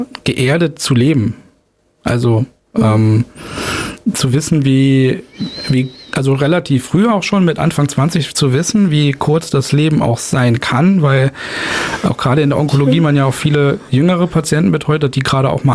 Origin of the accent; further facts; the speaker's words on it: Rhineland-Palatinate, Germany; moved away as an adult; Ich komme gebürtig aus der Nähe von Trier, was ja jetzt auch eine Großstadt, kann man sagen. aber wenn man da aufwächst, kennt man natürlich auch vieles mit der Zeit. Aufgewachsen bin ich auf einem ganz kleinen